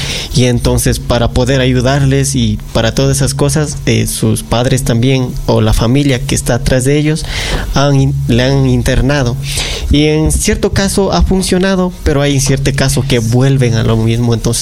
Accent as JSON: {"language": "Spanish", "region": "Cañar", "country": "Ecuador", "said": "Yo soy de Cañar"}